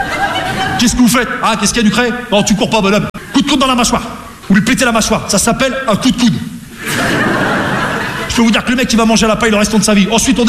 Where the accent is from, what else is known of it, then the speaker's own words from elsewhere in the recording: Rouen, Normandy, France; Non mais moi je viens de Rouen, tu vois, la Normandie, les Vikings